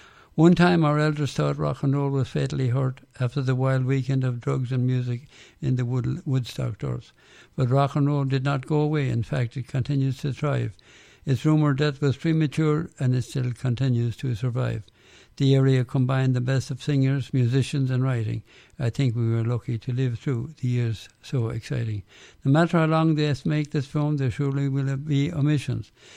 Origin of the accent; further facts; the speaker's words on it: Ireland; You can guess I'm Irish